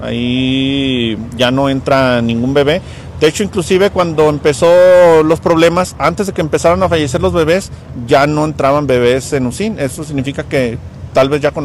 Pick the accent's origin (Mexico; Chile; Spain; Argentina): Mexico; Durango; Yo soy de aquí de Durango.